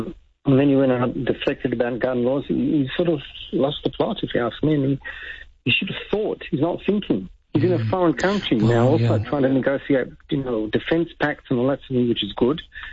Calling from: Israel; I am calling you from Israel, correct.

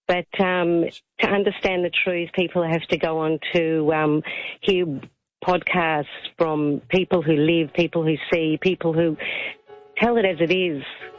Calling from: Tel Aviv, Tel Aviv District, Israel; Yes, I'm actually calling from Tel Aviv in Israel

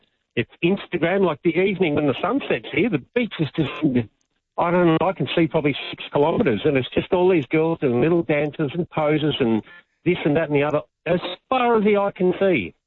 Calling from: Slovakia; Normally I'm calling you from Slovakia, but I'm on vacation, sitting on the seventh floor overlooking the beach.

